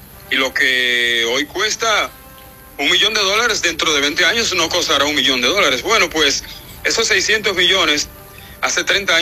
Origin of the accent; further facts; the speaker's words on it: San Pedro de Macorís, Dominican Republic; now in Puerto Rico; de mi país, de mi pueblo, San Pedro de Macorís